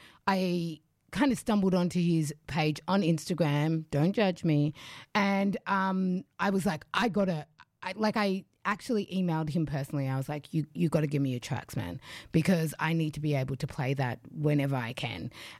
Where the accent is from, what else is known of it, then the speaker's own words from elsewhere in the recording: Uganda; moved away; So I've taken you to my home country